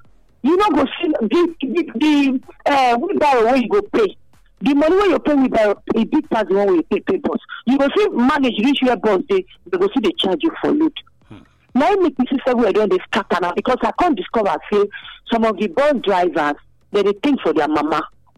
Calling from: Benin City, Edo, Nigeria; I call from Upper Lawani.

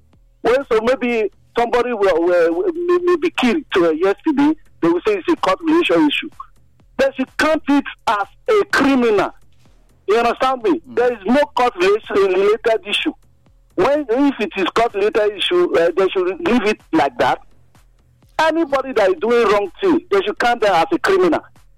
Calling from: Benin; I'm calling from Benin.

